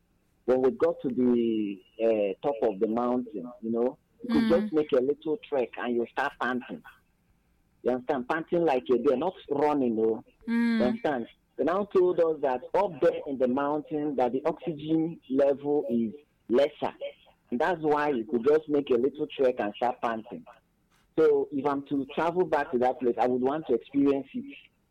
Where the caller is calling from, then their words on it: Abakaliki, Ebonyi, Nigeria; I'm calling from Abakaliki.